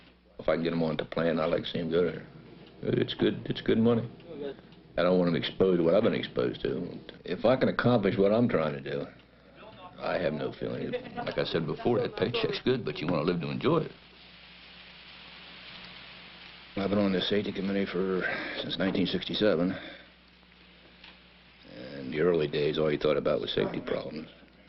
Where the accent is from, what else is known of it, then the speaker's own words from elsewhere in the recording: Kerman, California, United States; born there; Well, I was born in Kerman 30th of January, 37. My dad, he's all born and raised in Kerman.